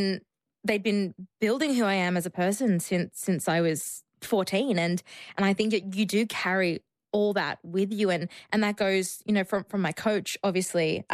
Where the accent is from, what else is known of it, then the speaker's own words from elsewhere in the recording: Australia; We all, as an Australian team, had our meals together in the allotment.